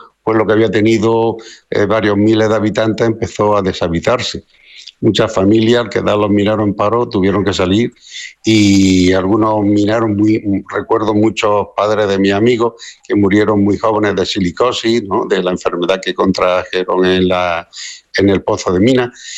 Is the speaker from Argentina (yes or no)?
no; Andalusia, Spain; como todos los pueblos andaluces de aquel tiempo, pero también había un matiz, que es que cerca de mi pueblo había un poblado minero, El Soldado, había una gran mina de plomo